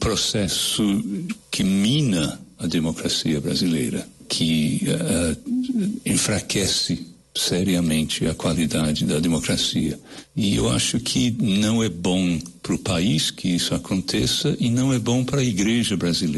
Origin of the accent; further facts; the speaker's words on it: England, United Kingdom; Portuguese is a second language; now in Brazil; Eu nasci na Inglaterra, nascido e criado na Inglaterra. Eu moro no Brasil desde 1976, tenho 50 anos.